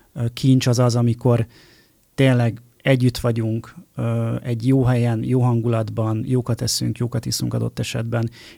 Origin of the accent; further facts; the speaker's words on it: Lake Balaton area, Hungary; én a Balatonnál nőttem föl